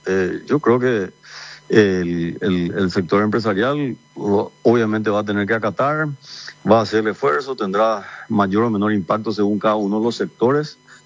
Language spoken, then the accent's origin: Spanish; Paraguay; todos como paraguayos